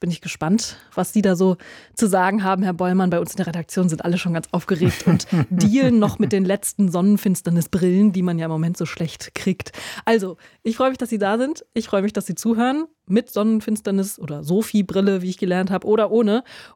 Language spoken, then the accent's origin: German; Rhineland-Palatinate, Germany; also ich komme aus Rheinhessen, da sagt man dann nicht schlecht und meint halt, das ist echt ziemlich toll.